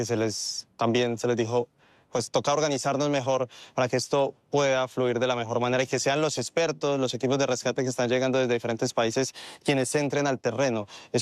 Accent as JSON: {"language": "Spanish", "country": "Colombia", "said": "aunque soy colombiano"}